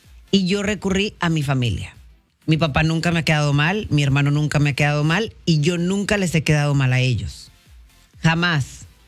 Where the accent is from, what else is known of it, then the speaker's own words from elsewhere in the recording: Monterrey, Nuevo León, Mexico; moved away as an adult; also born or lived in United States (birthplace); now in United States; Cuando yo llegué a este país, yo nací aquí, pero me crié en México. Hasta mis 20 y tantos años viví en Monterrey. Cuando me vine para acá